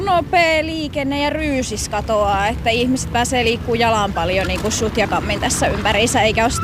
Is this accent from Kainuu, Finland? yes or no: yes; Kajaani, Kainuu, Finland; moved away as an adult; now in Helsinki, Finland; Kajaanista kotosi.